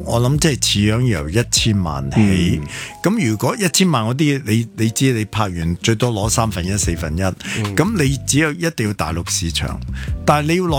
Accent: Hong Kong; 我自己作为一个香港人咧

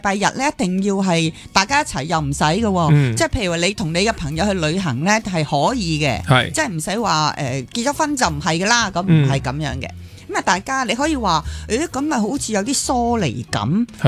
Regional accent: Hong Kong

